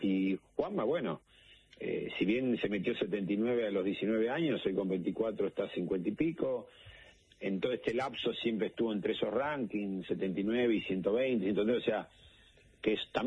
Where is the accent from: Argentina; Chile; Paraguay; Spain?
Argentina; una emoción no solamente para mí como padre, no, entrenador, por supuesto, como argentino.